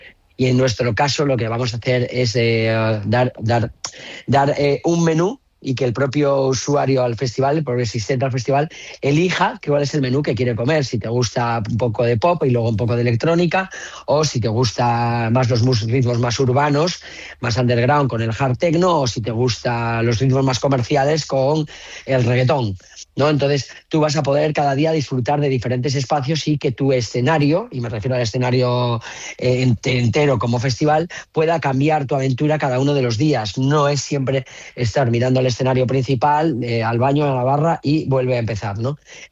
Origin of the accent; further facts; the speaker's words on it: Asturias, Spain; nosotros somos asturianos, lo llevamos en el corazón y en el ADN.